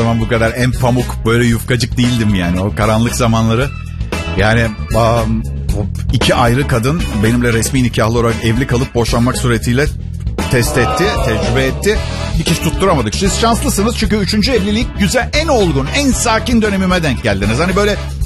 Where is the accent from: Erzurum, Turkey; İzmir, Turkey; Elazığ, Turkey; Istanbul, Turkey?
Istanbul, Turkey; born there; o kadar uzun süredir Türkiye'deyim ki Tophane'de doğdum. Gerçekten Tophane'de bir hastanede doğdum. Eskiden İtalyan hastanesi vardı orada, artık yok.